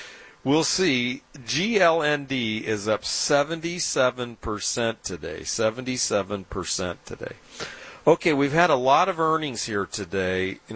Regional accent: West Coast, United States; Now, I grew up on the West Coast

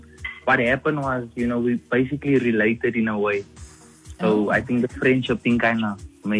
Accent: South Africa; growing up in South Africa, yes.

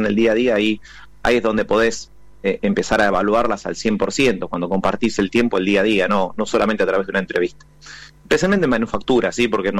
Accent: Coronel Suárez, Buenos Aires Province, Argentina; now in Buenos Aires, Argentina; yo no soy de acá de Buenos Aires, soy del interior, de cerca de Sierra La Ventana, de Coronel Suárez. Entonces, venir a Capital, una ciudad mucho más grande, también era un panorama diferente para mí.

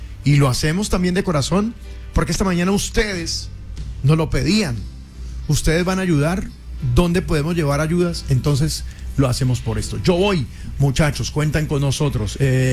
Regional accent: Colombia

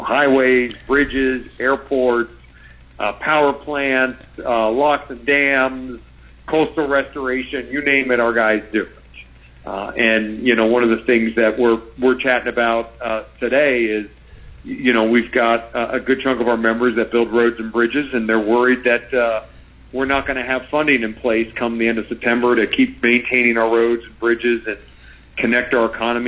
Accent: Stuart, Florida, United States; So that's how I ended up getting born and raised in Stuart, Florida.

